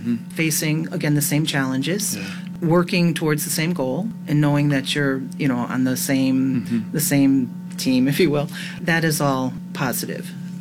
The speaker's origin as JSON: {"language": "English", "region": "Connecticut", "country": "United States", "moved": "as an adult", "said": "I'm from Connecticut."}